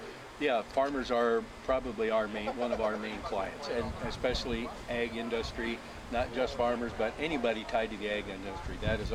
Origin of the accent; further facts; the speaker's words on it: Ponca City, Oklahoma, United States; I am from Ponca, okay.